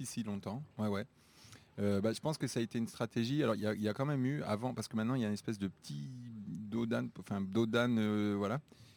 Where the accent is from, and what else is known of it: Auvergne-Rhône-Alpes, France; born there; also born or lived in Burkina Faso; now in Voiteur, France